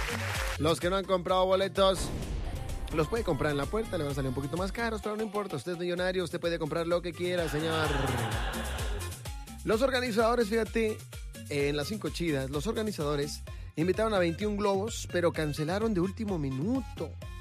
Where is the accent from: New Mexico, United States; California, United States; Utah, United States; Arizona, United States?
New Mexico, United States; No, pues de Nuevo México.